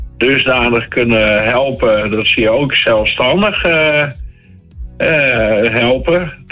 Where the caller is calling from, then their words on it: Friesland, Netherlands; Ja, dan ben ik wel een Fries. Maar ik ben een Noorderling natuurlijk.